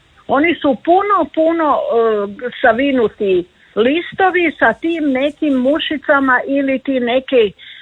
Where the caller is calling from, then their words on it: Zagreb, City of Zagreb, Croatia; Ja sam tu sa Trešnjevke … iz Tratinske.